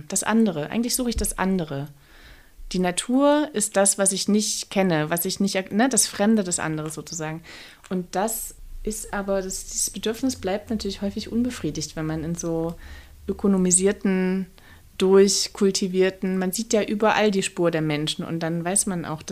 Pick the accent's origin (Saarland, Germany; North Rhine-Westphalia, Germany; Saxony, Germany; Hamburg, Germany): Saxony, Germany; born or raised there